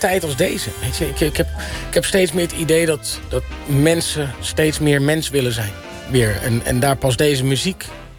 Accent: Netherlands; Maar kijk, ik groeide op in Nederland met country music.

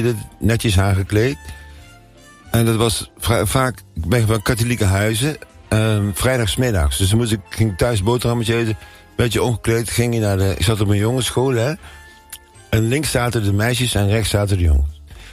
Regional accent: Nijmegen, Gelderland, Netherlands; Ik kom uit Nijmegen.

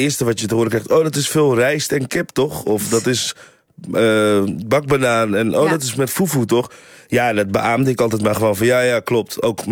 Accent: Friesland, Netherlands; now in Amsterdam, Netherlands; Toen ik in Friesland woonde, dacht ik altijd bij mezelf, ik ben een Friese jongen, mm-hmm. Nederlandse jongen, met West-Afrikaanse roots, Nigeria en Ghana.

